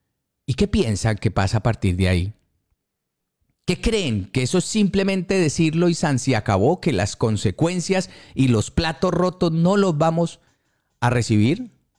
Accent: Colombia; somos colombianos.

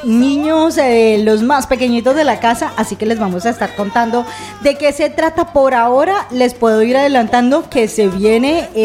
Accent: Colombia; now in Zaragoza, Spain; nos une como colombianos, que nos une como latinos

